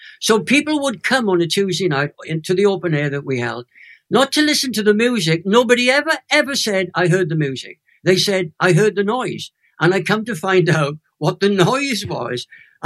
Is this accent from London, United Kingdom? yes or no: no; Crosskeys, Wales, United Kingdom; born or raised there